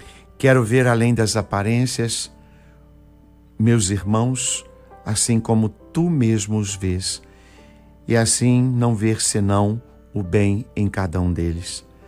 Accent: Brazil; para nós que somos brasileiros

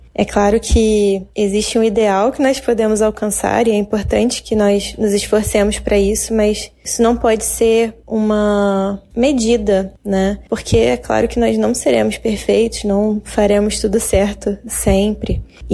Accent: Petrópolis, Rio de Janeiro, Brazil; eu tenho 33 anos, eu sou natural de Petrópolis

